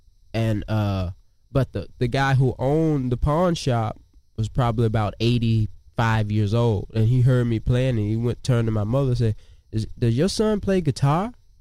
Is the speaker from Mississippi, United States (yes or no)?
yes; Vicksburg, Mississippi, United States; now in Richland, United States; I'm from Richland, Mississippi, Vicksburg, Mississippi, originally, though.